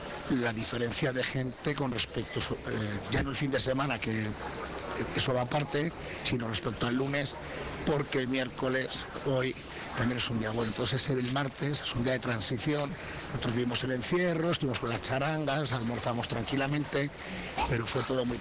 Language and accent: Spanish; Cuéllar, Castile and León, Spain; a la gente de Cuéllar nos gusta mucho el lunes.